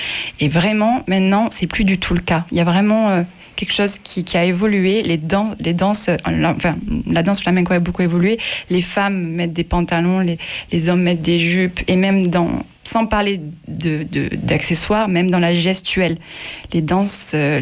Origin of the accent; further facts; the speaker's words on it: Occitanie, France; moi, je viens du Larzac, je suis avéronaise, j'ai aucune origine espagnole ni gitane